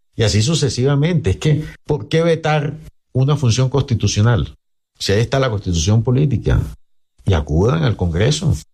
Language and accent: Spanish; Santa Marta, Magdalena, Colombia; A ver, yo soy samario.